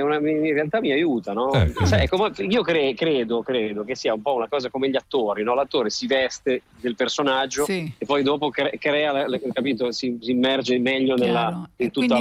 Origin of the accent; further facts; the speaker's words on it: Pesaro, Marche, Italy; moved away as an adult; now in Milan, Italy; io sono di Pesaro nelle Marche, ma mi sono trasferito quasi 20 anni fa ormai a Milano